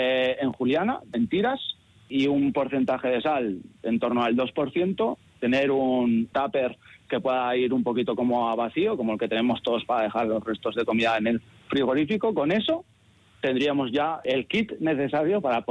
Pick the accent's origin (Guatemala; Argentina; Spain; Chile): Spain; Pamplona, Navarre; por lo menos yo que soy de Pamplona, como súper típico hacer una compota, ¿no?